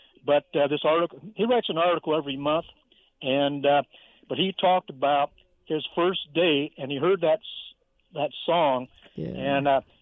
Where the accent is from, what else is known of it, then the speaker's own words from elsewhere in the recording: Encino, California, United States; born there; when I was born in 63 in Encino, and then we moved in 69